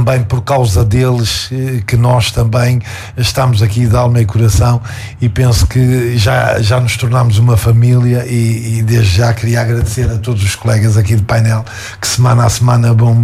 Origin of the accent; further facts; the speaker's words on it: Santa Maria da Feira, Aveiro, Portugal; estar na minha terra, falar para a minha gente, para estas terras.